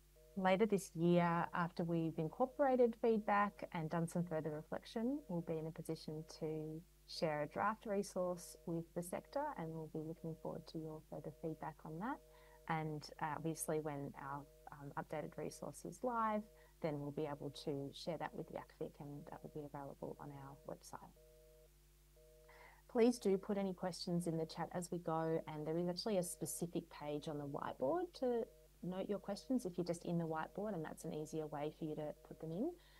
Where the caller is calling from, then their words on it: Victoria, Australia; I'm joining in from Wurundjeri country.